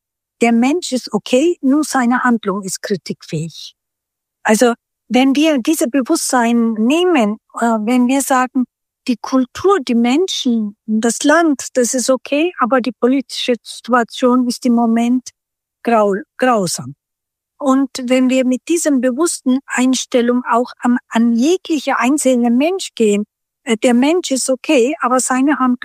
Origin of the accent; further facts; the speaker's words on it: Hof, Bavaria, Germany; born there; first language Turkish; German is a second language; also born or lived in Turkey; ich konnte kein Wort Deutsch und ich hatte das Glück, dass 1973 in Hof, wo ich herkomme, meine Heimat in Deutschland, da waren sehr viele Ausländer, Gastarbeiterkinder